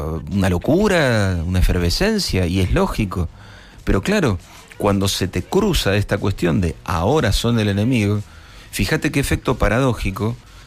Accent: Argentina; Las Malvinas están en todos lados en mi país.

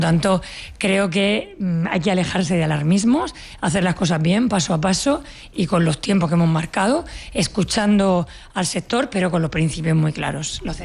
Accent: Spain; no conseguiremos el gran objetivo que tenemos como españoles y como europeos.

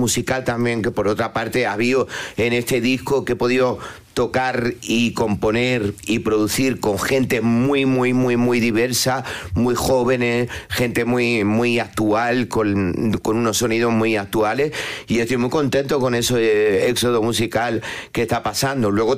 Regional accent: Granada, Andalusia, Spain; hay unos tangos de Granada, de mi tierra, pues siempre recuerdan a eso.

